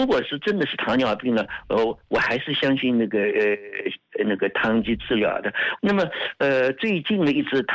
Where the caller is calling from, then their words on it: Hangzhou, Zhejiang, China; 我在杭州。